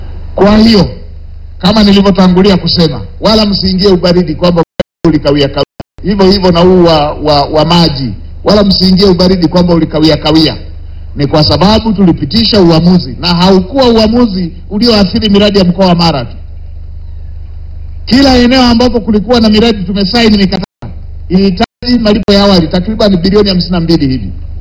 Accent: Mara, Tanzania; Na hata nikishasema natokea Mara, najua watu wa Singida hawataninyima kura.

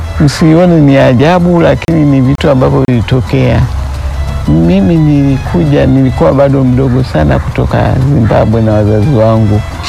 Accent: Buigiri, Dodoma, Tanzania; also born or lived in Zanzibar / Mvumi; Sisi kwa kweli tumekulia Dodoma, kwa Wagogo ndio, hata Kigogo nilikuwa nakijua sana, na ni sehemu za pale Chamwino, upande wa pili wa barabara hii inayotoka Dar es Salaam, kuna kijiji mji unaitwa Buigiri.

